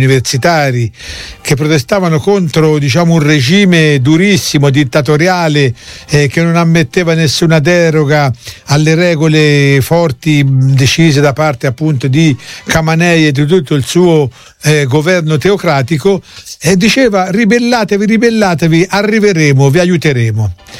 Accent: Arezzo, Tuscany, Italy; Io ci sono cresciuto a Saione

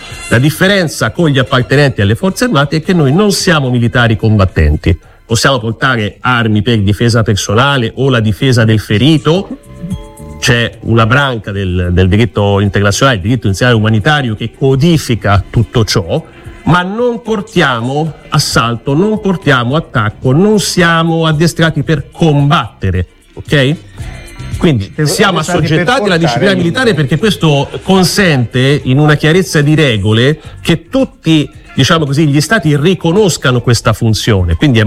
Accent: Tuscany, Italy; Io, insomma, da Toscano

